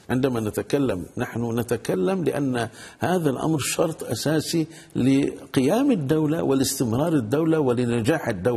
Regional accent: Aleppo, Aleppo Governorate, Syria; أنا ابن مدينة حلب، يتعرض أهالي حلب لتنمر كبير جدا

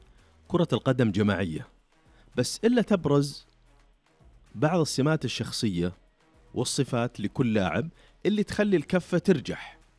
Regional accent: Saudi Arabia; الهدف اللي سجله قدام الأرجنتين ترك بصمة كبيرة محليا على أقل تقدير عندنا في السعودية

